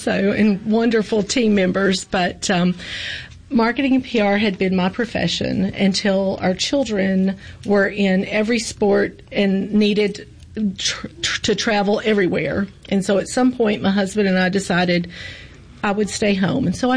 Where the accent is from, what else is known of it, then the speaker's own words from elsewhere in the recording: Memphis, Tennessee, United States; now in Jackson, United States; Memphis is home. I've been in Jackson for 33 years. So really and truly, while I grew up in Memphis, I've been in Jackson longer than Memphis.